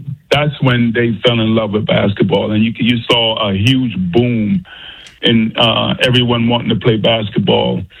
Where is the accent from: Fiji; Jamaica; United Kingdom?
Jamaica; now in United States; I used to want to play soccer when I was growing up in Jamaica. I wanted to be the next Pelé. Moved to America